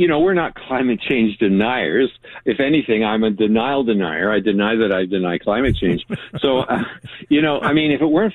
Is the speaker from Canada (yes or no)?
yes; Canada; You can tell I'm Canadian.